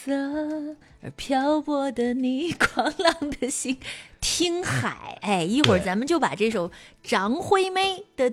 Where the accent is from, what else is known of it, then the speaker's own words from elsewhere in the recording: Tengzhou, Shandong, China; moved away; 俺老家吧还真不在董英啊，俺老家在滕州啊，山东滕州